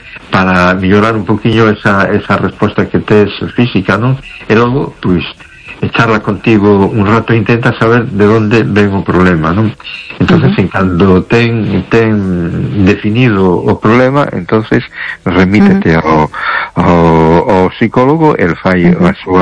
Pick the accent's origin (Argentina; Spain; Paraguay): Spain; A Coruña, Galicia; Buenas noches, Teresa. … de Coruña. ¿Qué tal?